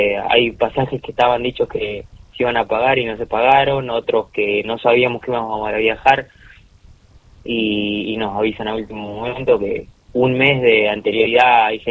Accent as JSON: {"language": "Spanish", "town": "Jarilla", "region": "San Luis", "country": "Argentina", "tie": "born or raised there", "said": "soy oriundo de San Luis. Yo crecí de chico en Jarilla, en un pueblito que está cerca del límite con Mendoza."}